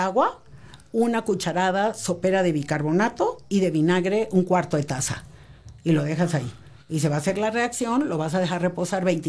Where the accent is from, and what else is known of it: Tabasco, Mexico; born or raised there